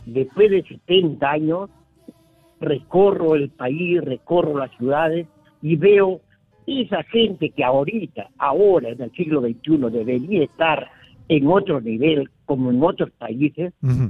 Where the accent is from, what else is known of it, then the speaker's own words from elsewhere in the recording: Chicama Valley, La Libertad, Peru; Yo soy del Valle Chicana, de los hacendados, trabajadores, mi viejo trabajaba.